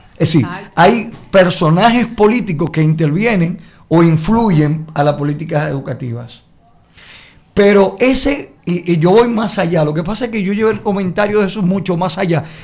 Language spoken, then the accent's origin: Spanish; Dominican Republic